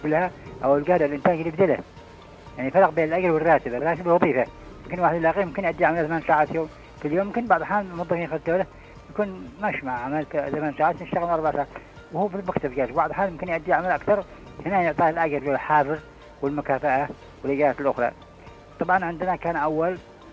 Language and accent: Arabic; Aden, Yemen; نحن كلنا طلعنا من عدن